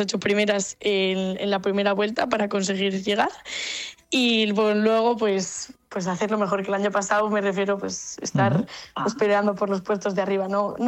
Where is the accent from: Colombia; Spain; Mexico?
Spain; Santander, Cantabria; aparte de las que somos de Santander